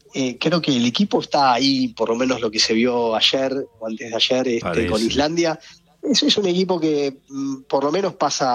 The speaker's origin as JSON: {"language": "Spanish", "country": "Argentina", "said": "Soy más hincha de Vélez, pero eso pasa mucho con los argentinos. Somos más hinchas de nuestros equipos que de la selección."}